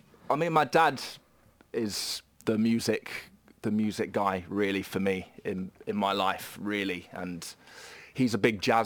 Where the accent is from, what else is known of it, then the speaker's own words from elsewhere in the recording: Birmingham, West Midlands, United Kingdom; I liked growing up in Brum